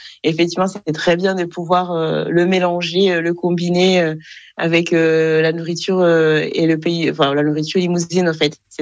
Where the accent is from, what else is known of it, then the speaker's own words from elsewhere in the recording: Kigali, Rwanda; moved away as an adult; now in France; Alors moi je suis née au Rwanda, dans la capitale du Rwanda, Kigali. J'ai été élevée là-bas jusqu'à mes 19 ans. À la fin de mon bac, où je suis venue en France.